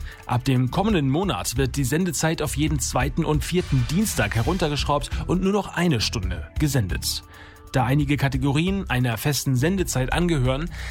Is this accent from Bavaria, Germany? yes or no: no; Kiel, Schleswig-Holstein, Germany; also born or lived in Berlin; Leben gerufen habe ich sie 2019, als ich von Berlin nach Kiel zurückzog und wissen wollte, was in meiner Heimatstadt aktuell passiert.